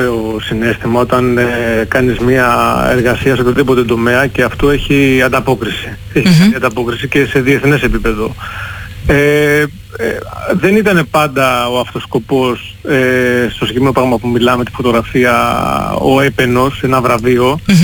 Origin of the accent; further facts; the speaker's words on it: Patras, Western Greece, Greece; now in Athens, Greece; και πρέπει να φανεί η Αθήνα, αλλά ξέρουν ότι η καταγωγή μου είναι από την Πάτρα.